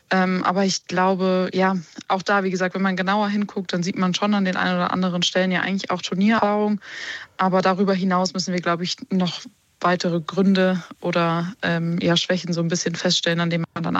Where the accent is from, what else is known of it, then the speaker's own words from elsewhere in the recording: Germany; wir als Deutsche